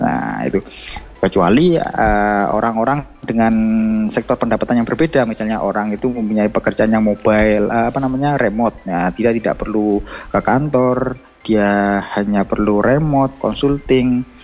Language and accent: Indonesian; East Java, Indonesia; now in Malang, Indonesia; Saya ini dari Malang Selatan, tepatnya di Kecamatan Donomulyo. Nah, ini saya ya dari kecil